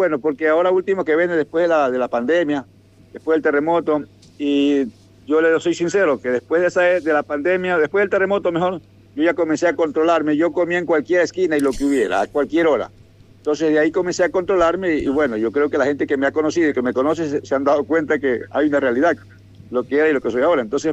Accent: Santa Ana, Manabí, Ecuador; now in Manta, Ecuador; ya desfilé por las calles de Santa Ana rindiéndole homenaje a mi pueblo

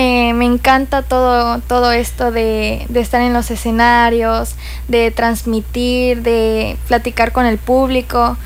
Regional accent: Cancún, Quintana Roo, Mexico; born there; Nací acá en Cancún, Quintana

